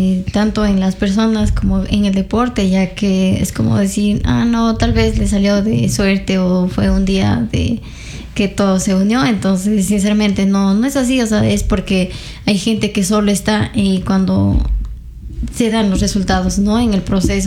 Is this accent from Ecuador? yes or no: yes; Ecuador